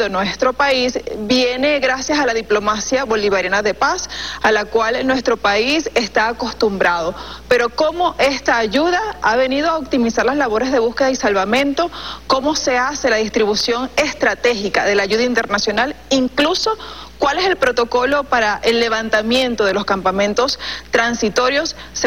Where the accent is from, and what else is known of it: Venezuela